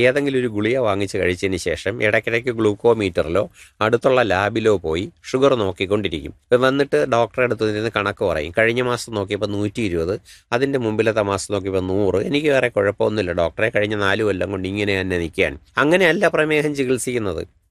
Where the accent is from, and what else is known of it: Kerala, India